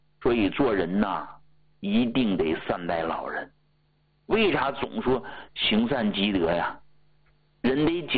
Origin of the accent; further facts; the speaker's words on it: Hegang, Heilongjiang, China; moved away; 我老家不黑龙江的吗？黑龙江鹤岗的，啊，那个地方冷